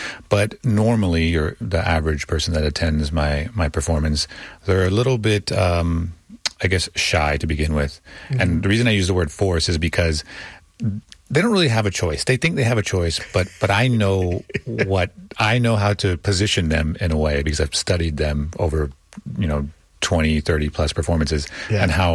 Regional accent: Austin, Texas, United States; also born or lived in Laredo; my grandmother came over from England. They settled. And so my mom was born there. I grew up in Austin, but I spent a lot of time in Laredo.

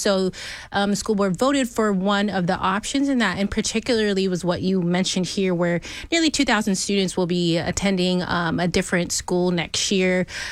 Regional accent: Texas, United States; Yeah, so I grew up in Fort Bend County, went to a Fort Bend school district

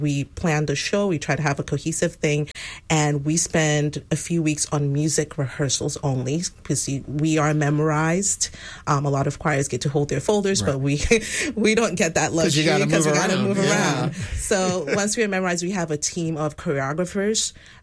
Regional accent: Nigeria; now in Texas, United States; I'm a transplant. I'm originally from Nigeria, and when we moved to Texas

